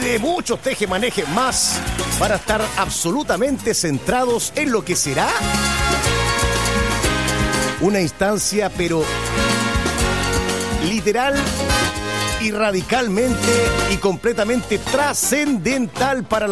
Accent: Hualpén, Biobío, Chile; desde mi tierra natal, Hualpenina

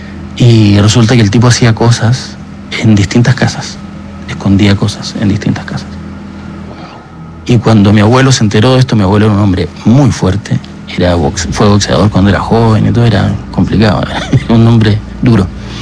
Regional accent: Magallanes, Chile; yo no sé si alguno te lo conté, pero yo soy magallánico.

